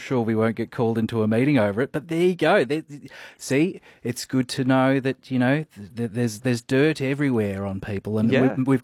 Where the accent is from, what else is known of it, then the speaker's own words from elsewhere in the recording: South Gippsland, Victoria, Australia; I'm from South Gippsland down that way